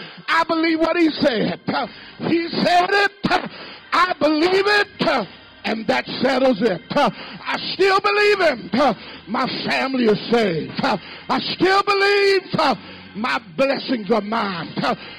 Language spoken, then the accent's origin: English; St. Louis, Missouri, United States; I'm from St. Louis.